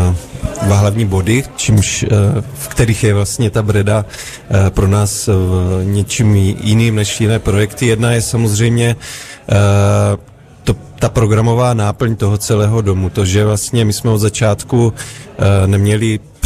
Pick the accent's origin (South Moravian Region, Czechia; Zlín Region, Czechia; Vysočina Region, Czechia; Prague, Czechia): South Moravian Region, Czechia; Brno; my jsme z Brna